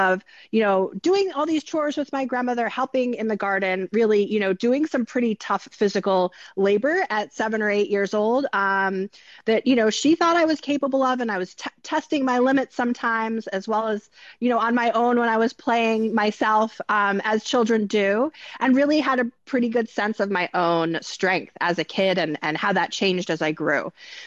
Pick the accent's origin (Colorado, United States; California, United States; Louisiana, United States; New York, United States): New York, United States; where I grew up in New York.